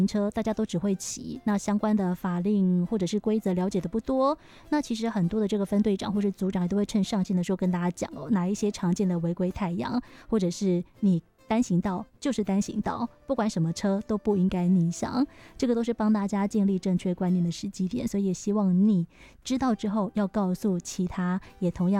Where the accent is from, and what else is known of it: Taiwan